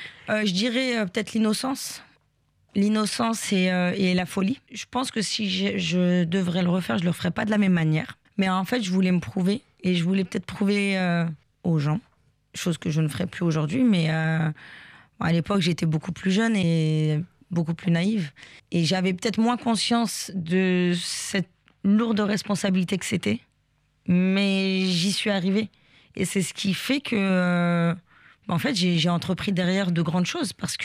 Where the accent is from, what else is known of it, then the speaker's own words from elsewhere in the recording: France; born there; Je suis algérienne, de mes deux parents, ouais. donc 100% algérienne. Mais mes parents ont fait que je suis née en France.